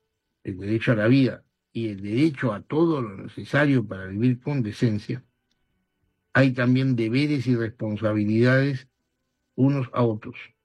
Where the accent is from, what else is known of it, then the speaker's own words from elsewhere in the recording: Peru; Somos peruanos